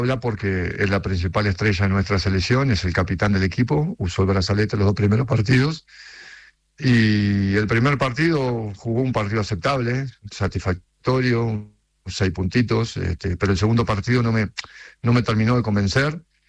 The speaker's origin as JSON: {"language": "Spanish", "country": "Uruguay", "said": "A ver, nosotros como uruguayos, a ver, sabemos que el público uruguayo es un público muy crítico"}